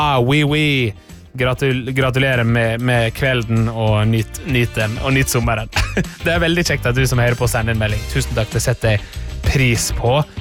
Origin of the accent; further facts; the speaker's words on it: Møre og Romsdal, Norway; Det ganske nærme der jeg kommer fra, jeg født og oppvokst.